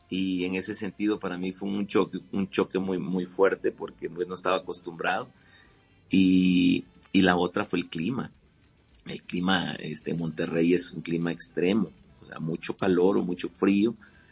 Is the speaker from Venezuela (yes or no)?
no; El Salvador; moved away as an adult; now in Mexico; en El Salvador, pues en mi familia acostumbrábamos